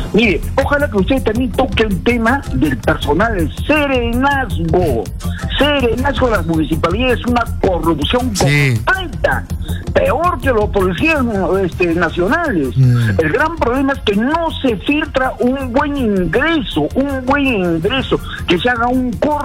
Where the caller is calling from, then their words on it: Moquegua, Peru; de la región de Moquegua.